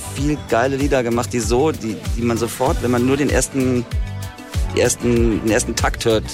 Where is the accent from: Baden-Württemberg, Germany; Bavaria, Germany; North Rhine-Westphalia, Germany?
Baden-Württemberg, Germany; Da waren wir auf dem Open Air, so irgendwo in der Nähe von Karlsruhe, wo ich herkomme.